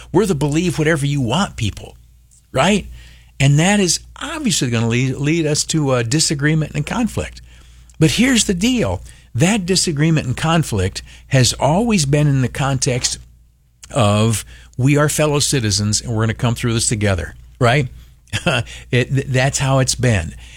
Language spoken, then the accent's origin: English; United States; I am an American first.